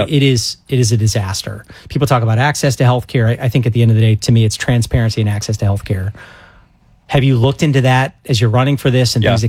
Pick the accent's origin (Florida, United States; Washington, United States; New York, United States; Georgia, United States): Florida, United States; now in Jacksonville, United States; I grew up in South Florida. I never want Jacksonville to turn into South Florida.